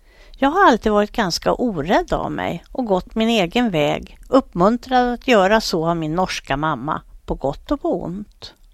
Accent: Vällingby, Stockholm County, Sweden; Jag växte upp i Vällingby och flyttade med familjen senare till Spånga.

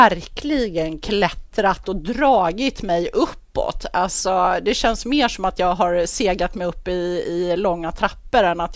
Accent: Åkersberga, Stockholm County, Sweden; Jag är född och uppvuxen här i Åkersberga och sen drygt 20 år så bor jag i Margretelund.

